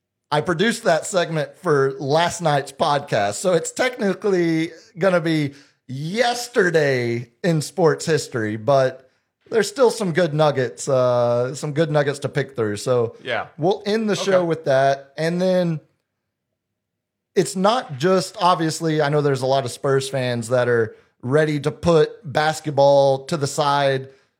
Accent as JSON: {"language": "English", "town": "New Braunfels", "region": "Texas", "country": "United States", "tie": "born or raised there", "said": "the people in my hometown that raised me with Bavarian heritage"}